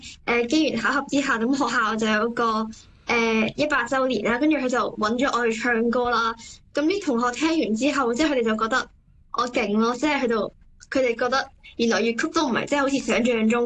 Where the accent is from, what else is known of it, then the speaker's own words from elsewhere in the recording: Hong Kong; 我嚟自香港，